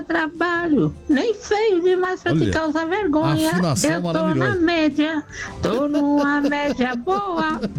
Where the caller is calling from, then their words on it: São Paulo, Brazil; da Vana Norte, Vila Penteado.